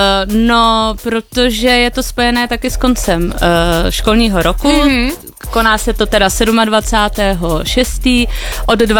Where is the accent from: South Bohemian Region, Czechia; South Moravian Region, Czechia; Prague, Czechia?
Prague, Czechia; vlastně to děláme s kámoškou Foxy, jsme z Prahy